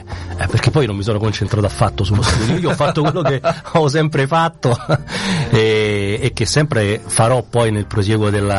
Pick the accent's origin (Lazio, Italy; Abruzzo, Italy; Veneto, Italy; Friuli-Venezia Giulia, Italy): Lazio, Italy; Rome; moved away as an adult; now in Adelaide, Australia; io sono romano, nasco e cresco a Roma, a Ponte Milvio, che è un quartiere vicino allo Stadio Olimpico e vicino al Ministero degli Affari Esteri, per tutta casualità, a Roma, e faccio tutti i miei studi lì